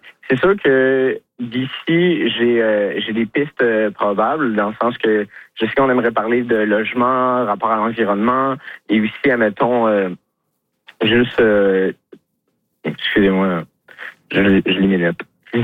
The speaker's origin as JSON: {"language": "French", "town": "Sainte-Agathe-des-Monts", "region": "Quebec", "country": "Canada", "tie": "born there", "also_born_or_lived": "Laval / Saint-Eustache / Mirabel", "said": "je suis né à Laval, mais j'ai jamais vécu dans un centre urbain particulier. J'ai vécu autour de Saint-Eustache, autour de Mirabel, mais dans la campagne. J'ai passé toute mon adolescence dans Saint-Agathe-des-Monts."}